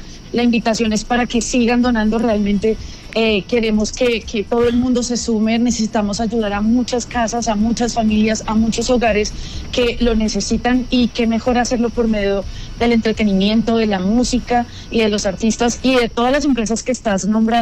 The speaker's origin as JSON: {"language": "Spanish", "country": "Colombia", "said": "somos unos berracos en general como colombianos."}